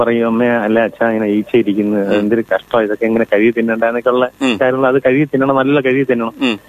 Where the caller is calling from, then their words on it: Neeravil, Kerala, India; ഞാൻ നീരാവിൽ നിന്നാണ്.